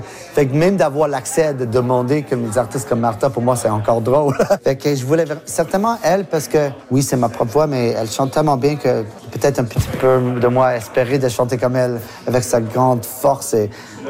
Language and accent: French; Hudson, Quebec, Canada; now in Montreal, Canada; quand j'ai grandi à Hudson, qui est un petit ville en extérieur de Montréal, et quand j'ai déménagé à Montréal